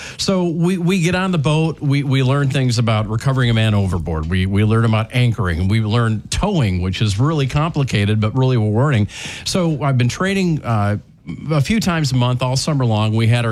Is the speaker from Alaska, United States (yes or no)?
no; Michigan, United States; moved away; I'm from Michigan. So we vacationed on Lake Michigan every summer.